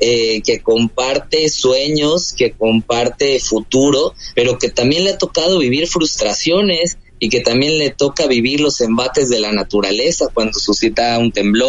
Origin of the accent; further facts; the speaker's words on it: Mexico; Todos somos mexicanos cuando nacemos